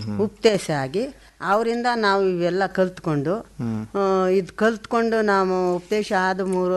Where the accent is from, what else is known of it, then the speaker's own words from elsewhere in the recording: Gende Hosahalli, Karnataka, India; ಮಂಡ್ಯಕೊಪ್ಪಲ ಇತ್ತಲ್ಲ, ಅದರಿಂದ ಮುಂದಕ್ಕೆ ಬಂದು ರೋಡು ಗೆಂಡೆ ಹೊಸಳ್ಳಿ.